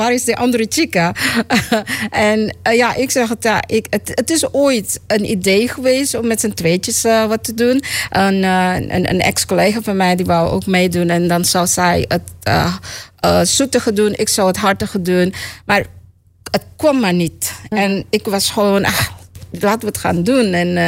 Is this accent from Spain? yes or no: no; Suriname; born there; also born or lived in Dallas, Texas